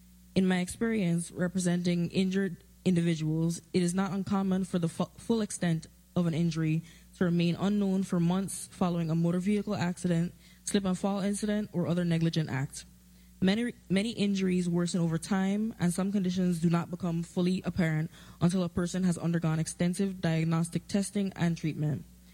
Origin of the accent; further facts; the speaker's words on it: St. Thomas, U.S. Virgin Islands; born there; moved away; I was born on the island of St. Thomas and began my formal education in the Virgin Islands. My roots in this community run deep. … was born and raised on St. Thomas, as were … my great-grandfather, and many other members of my family.